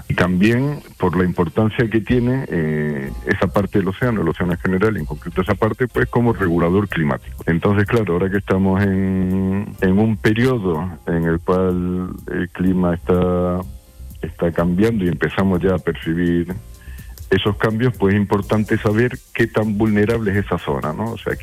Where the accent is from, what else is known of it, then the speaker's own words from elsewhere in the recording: San Roque, Andalusia, Spain; born there; moved away; Yo parte de mi infancia la pasé en San Roque.